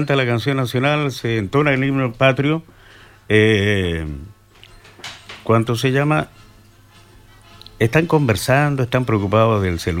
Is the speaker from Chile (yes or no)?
yes; Chile; todos somos chilenos